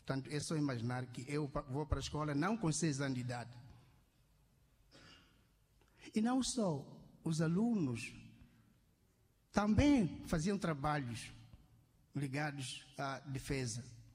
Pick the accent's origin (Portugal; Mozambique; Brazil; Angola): Mozambique; Mueda, Cabo Delgado; sou natural de Moeda. Há uma aldeia que se chama Mikalale, no posto administrativo de Mboa.